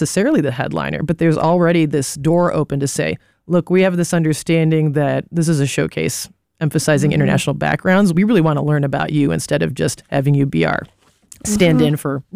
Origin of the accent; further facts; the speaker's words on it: United States; acknowledging what my position is in the room as also an American tourist hanging out in Japan.